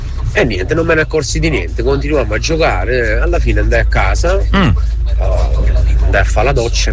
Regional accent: Pozzuoli, Campania, Italy; born there

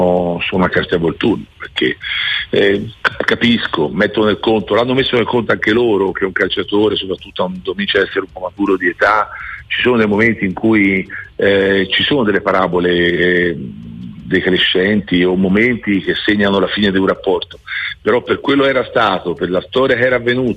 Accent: Tuscany, Italy; io in Toscana, in campagna alle mie parti

